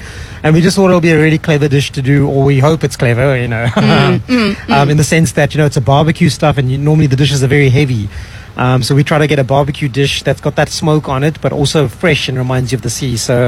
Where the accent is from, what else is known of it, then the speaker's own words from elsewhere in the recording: Durban, KwaZulu-Natal, South Africa; I'm from Durban.